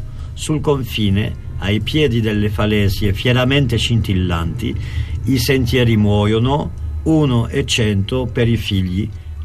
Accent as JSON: {"language": "Italian", "town": "Marseille", "region": "Provence-Alpes-Côte d'Azur", "country": "France", "accent": "Marseillais", "said": "nel mio dialetto, in marsigliese"}